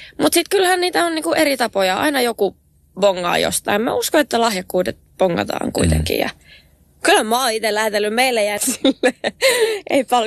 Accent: Ylöjärvi, Pirkanmaa, Finland; mä oon tämmönen ylöjärveläinen

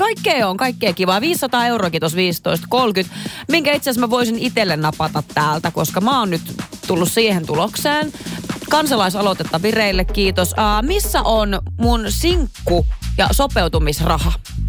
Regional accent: Oulu, North Ostrobothnia, Finland; lähteä Ouluun. Lentoliput maksaa ihan älyttömästi. Saisiko jotain alennusta edes siitä, että haluan käydä kotipaikkakunnallani?

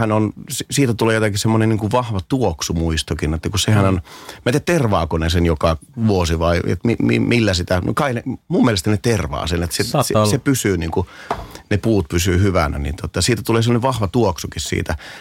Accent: Alajärvi, South Ostrobothnia, Finland; moved away; Mä oon Alajärveltä kotosi

